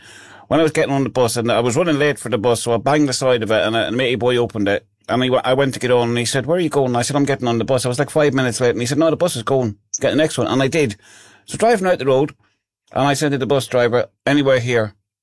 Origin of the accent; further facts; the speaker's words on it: Leinster, Ireland; I'm the nearest town is Dundalk, but outside there in Hackbuzz Cross, it's way, way out in the sticks, out towards Crossmaglen.